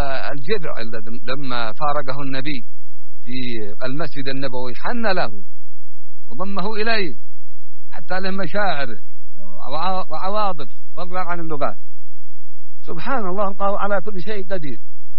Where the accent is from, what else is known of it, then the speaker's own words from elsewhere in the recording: Yemen; عندنا في اليمن لو نسمع مثلا اللغة النهارية